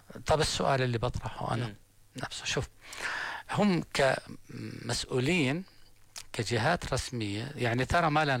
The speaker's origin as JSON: {"language": "Arabic", "country": "Jordan", "said": "احنا في عندنا بالاردن"}